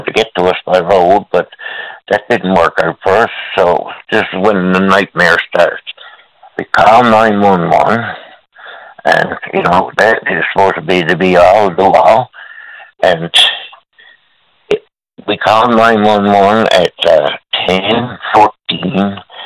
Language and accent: English; Newfoundland and Labrador, Canada; I would have got help a lot quicker than I actually got as a Newfoundlander. Whatever, you know, as a Canadian, whatever, a second class citizen or what?